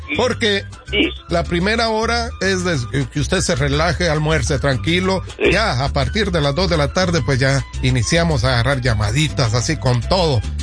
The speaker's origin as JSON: {"language": "Spanish", "country": "Guatemala", "tie": "born or raised there", "moved": "yes", "said": "Ahora que fui a Guatemala para enero, en la feria de mi pueblo"}